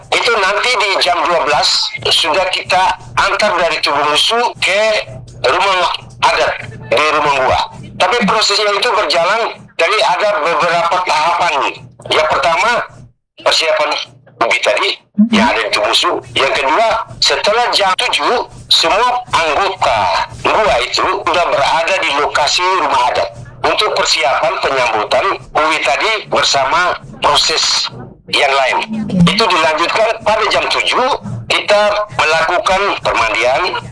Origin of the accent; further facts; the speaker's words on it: Ende, East Nusa Tenggara, Indonesia; istilah kita orang Ende bilang